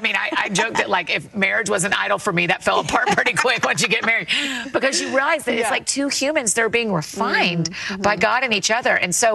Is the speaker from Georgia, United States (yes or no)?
yes; Atlanta, Georgia, United States; now in Nashville, United States; That's where I grew up in Atlanta, but I live in Nashville.